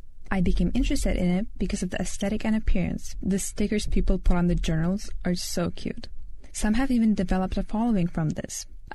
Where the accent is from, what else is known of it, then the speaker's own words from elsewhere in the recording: Lithuania; English is a second language; As you might have already figured, English isn't my first language. I come from Lithuania, but take great pleasure in speaking English.